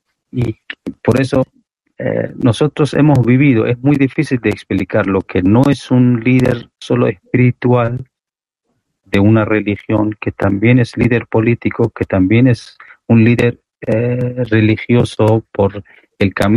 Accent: Iran; cualquier país que van, más que nada los países que sufrieron mucho de imperialismo, decimos que somos de Irán, son: wow, Irán, aplauden, nos abrazan y dicen, sí, los iraníes.

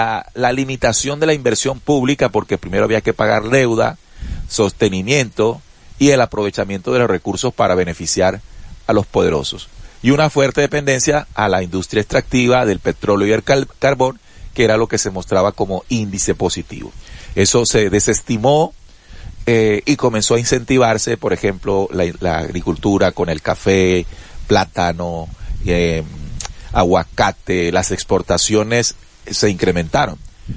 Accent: Colombia; nosotros como colombianos

